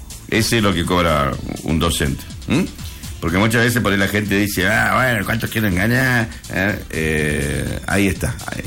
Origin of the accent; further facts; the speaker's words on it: Argentina; porque yo soy argentino